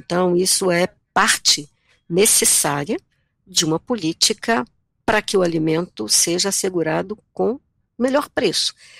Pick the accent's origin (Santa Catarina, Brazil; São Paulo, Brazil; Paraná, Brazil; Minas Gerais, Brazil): Minas Gerais, Brazil